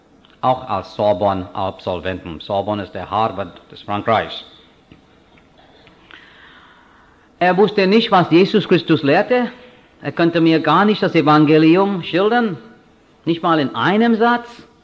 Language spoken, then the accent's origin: German; India; now in Switzerland; Ich bin Inder, meine Frau ist Schweizerin.